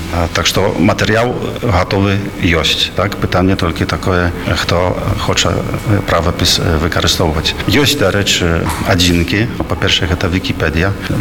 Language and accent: Belarusian; Warsaw, Masovian Voivodeship, Poland; born there; Belarusian is a second language; Я нарадзіўся ў Варшаве, але вельмі шмат часу правёў з беларусамі.